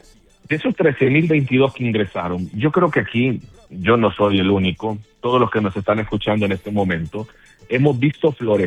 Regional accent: Tegucigalpa, Francisco Morazán, Honduras; born there; Yo soy hondureño, yo nací en Tegucigalpa, soy hondureño de nacimiento

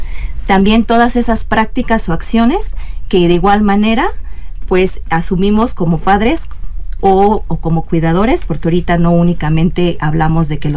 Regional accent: Mexico

